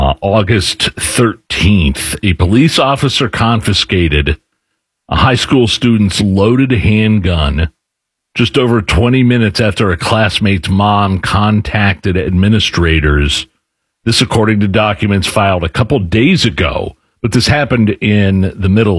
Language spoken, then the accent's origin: English; Lisdon, Indiana, United States; I grew up in Lisdon, Indiana. Okay. So there wasn't even very many places to shoplift from.